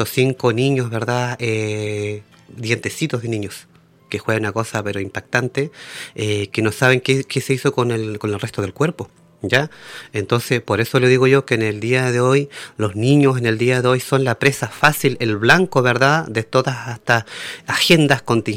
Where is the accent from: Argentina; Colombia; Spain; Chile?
Chile; Yo nunca me he olvidado que soy chileno, primero que nada, que gracias a este gran país he salido adelante, mi familia, todos ya, pero nunca olvidando, ¿verdad?, mi propia raíz y mi identidad, mi pueblo originario